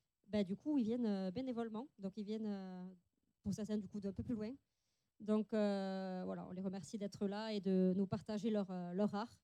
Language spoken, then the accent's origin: French; Toulouse, Occitanie, France; parce que moi je viens de Toulouse et je suis ici